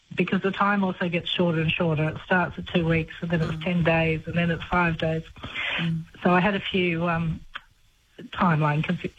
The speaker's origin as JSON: {"language": "English", "town": "Bathurst", "region": "New South Wales", "country": "Australia", "tie": "born or raised there", "also_born_or_lived": "Canberra", "said": "Yes, I grew up just outside Bathurst, and we had bushfires around, and I remember Mum and Dad drove us through a bushfire."}